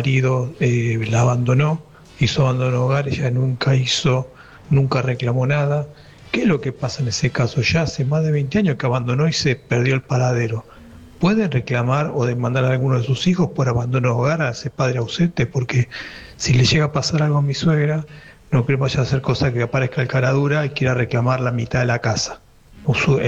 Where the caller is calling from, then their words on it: Morón, Buenos Aires Province, Argentina; de Morón.